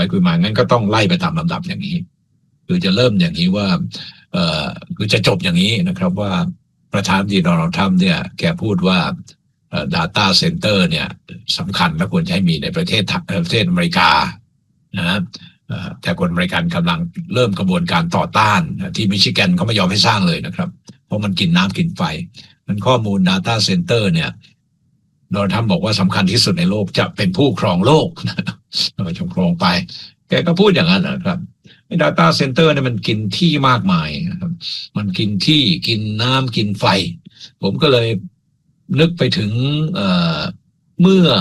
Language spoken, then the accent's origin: Thai; Suphan Buri, Thailand; now in Pak Chong, Thailand; ผมจะไปเยี่ยมชาวสุพรรณของผมเนี่ยแม้ว่าทุกวันนี้ผมจะเป็นชาวปากช่องไปแล้วก็ตาม